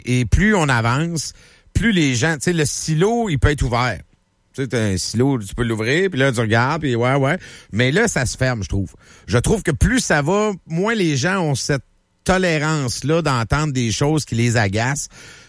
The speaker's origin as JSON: {"language": "French", "region": "Quebec", "country": "Canada", "said": "Québécois, nous sommes Québécois."}